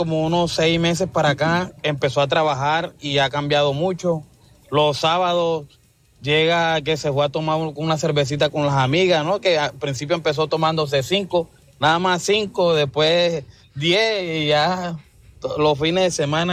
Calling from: Cartagena, Bolívar, Colombia; De Cartagena

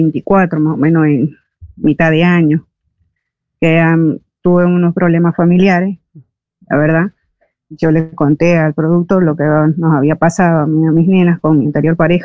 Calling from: Tigre, Buenos Aires Province, Argentina; soy de acá de Tigre, de la isla

